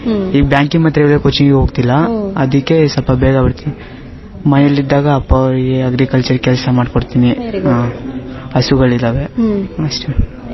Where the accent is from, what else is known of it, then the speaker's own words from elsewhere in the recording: Chikkamagaluru district, Karnataka, India; born there; ನಮ್ಮೂರಲ್ಲಿ MCLD ಹತ್ರ Tarikere taluk, Chikkamagaluru district.